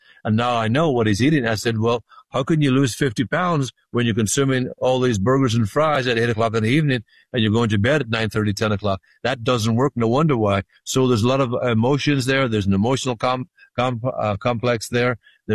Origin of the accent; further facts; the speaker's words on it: Ireland; now in California, United States; People talk a good talk out here in California, because I come from Ireland. We say in Ireland, he's full of blarney